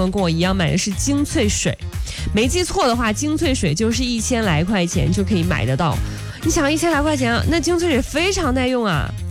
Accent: Henan, China; 我们河南人还挺会做

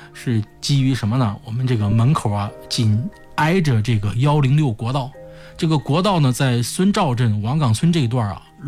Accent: Zhengzhou, Henan, China; 因为我是在城市长大的，从小啊就是在郑州长大的。

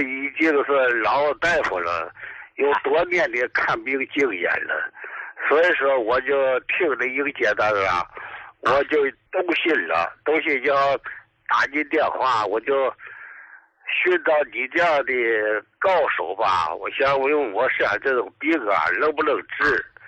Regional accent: Dalian, Liaoning, China; 我是大连的哈，就在医大二院的

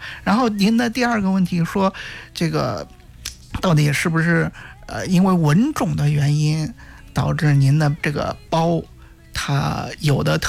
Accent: Henan, China; 咱们是河南的对吧，我平时在郑州

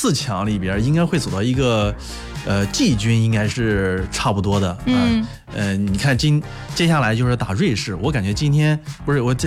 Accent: Shangqiu, Henan, China; 好的，大家好，我是来自河南商丘

